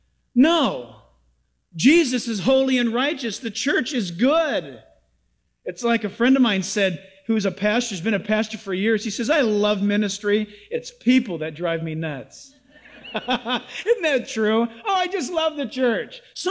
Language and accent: English; San Diego, California, United States; also born or lived in Orange County, United States; growing up in San Diego and then in Orange County.